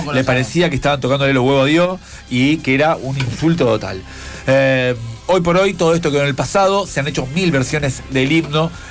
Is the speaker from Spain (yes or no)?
no; Argentina; somos los argentinos.